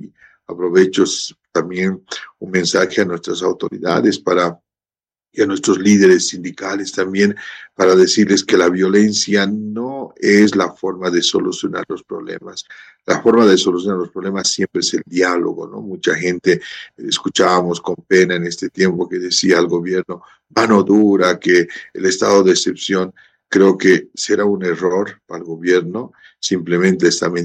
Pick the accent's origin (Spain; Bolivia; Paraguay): Bolivia; empecemos a pensar como país, somos Bolivia, todos somos bolivianos